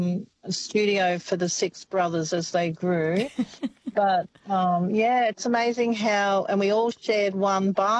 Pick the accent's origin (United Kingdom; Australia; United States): Australia; Cottles Bridge, Victoria; So I come from a family of 10 kids, and I grew up in Cottles Bridge.